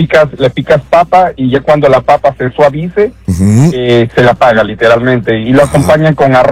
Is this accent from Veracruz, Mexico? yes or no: yes; Ignacio de la Llave, Veracruz, Mexico; born there; soy de Veracruz, nací en un pueblo que se llama Ignacio de la Llave, Veracruz, le conocen como la Mixtequilla